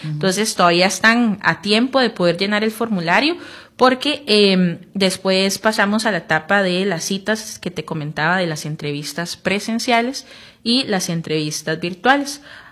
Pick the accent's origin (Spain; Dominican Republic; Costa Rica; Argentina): Costa Rica